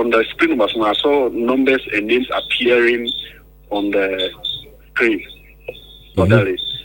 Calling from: Biposo, Ghana; I'm calling from Biposo.

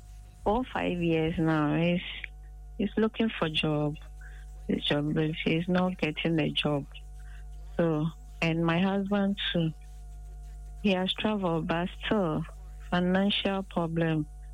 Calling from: Greater Accra, Ghana; I'm from Malam.

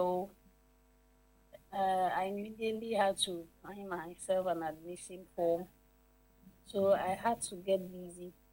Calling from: Tarkwa, Western Region, Ghana; I'm calling from Takwa.

